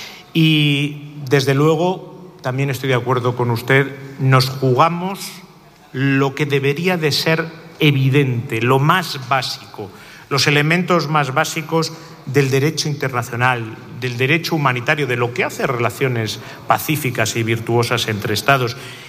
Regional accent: Madrid, Community of Madrid, Spain; Madrid es una ciudad maravillosa, se lo digo como madrileño.

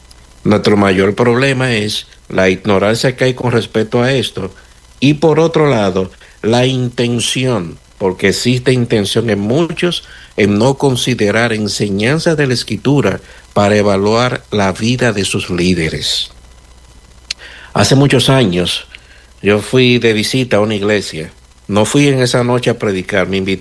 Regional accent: Dominican Republic; en el contexto de nosotros los dominicanos

